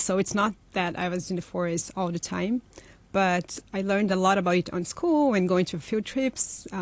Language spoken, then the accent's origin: English; Brazil; now in Hong Kong; Yeah, so I grew up in Brazil and I lived there most of my life. I just moved to Hong Kong 4 years ago.